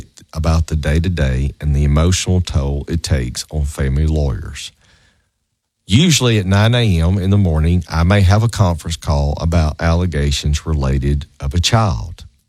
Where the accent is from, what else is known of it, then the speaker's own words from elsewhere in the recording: Southern United States, United States; accent: Southern; overlook my Southern accent.